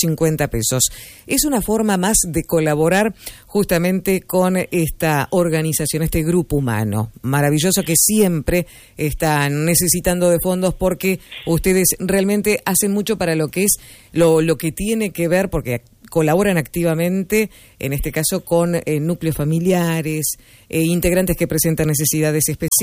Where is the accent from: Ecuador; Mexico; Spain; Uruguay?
Uruguay; Somos solidarios los uruguayos.